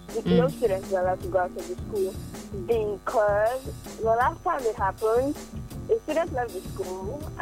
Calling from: Port Harcourt, Rivers, Nigeria; I'm calling from Iwofe.

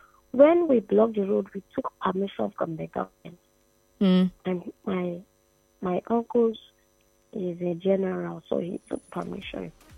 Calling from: Rumuolumeni, Rivers, Nigeria; they don't do burial in my state, River Rumolumi.

